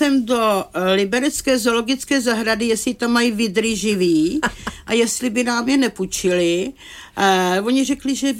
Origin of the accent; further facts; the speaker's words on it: Hradec Králové, Hradec Králové Region, Czechia; moved away as an adult; now in Turnov, Czechia; Já pocházím z Hradce Králové.